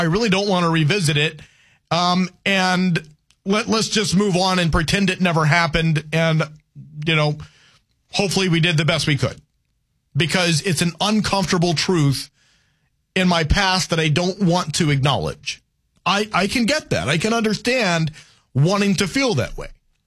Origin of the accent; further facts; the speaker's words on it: United States; Why, as an American people, would we not want to actually look back and say, geez, you know what?